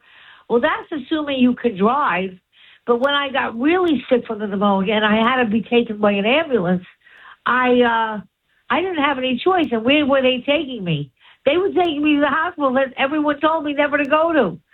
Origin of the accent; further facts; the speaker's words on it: New York, United States; But up until then, because I'm a New Yorker, I don't know the hospitals in Florida